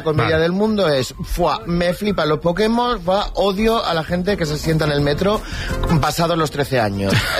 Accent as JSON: {"language": "Spanish", "region": "Balearic Islands", "country": "Spain", "said": "no, entiéndeme, soy mallorquín. Mallorquines no somos simpáticos, por naturaleza."}